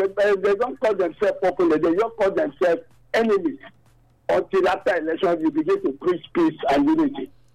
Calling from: Nigeria; I'm calling from Old Town Community.

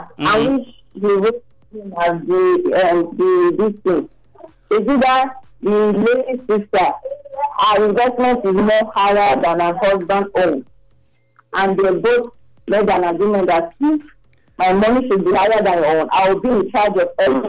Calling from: Benin City, Edo, Nigeria; I'm calling from Benin.

